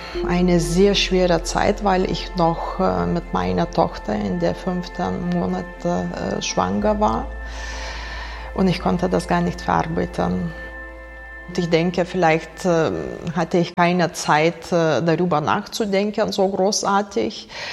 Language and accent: German; Lithuania; German is a second language; moved away as an adult; now in Germany; Ich bin aus Litauen 2002 nach Deutschland gekommen mit meinem 7-jährigen Sohn. Ich war 26 Jahre alt.